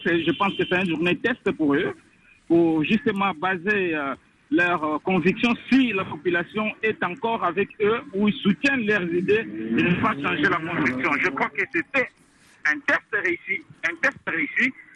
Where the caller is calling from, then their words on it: Kinshasa, DR Congo; dans mon quartier là, je suis en Binza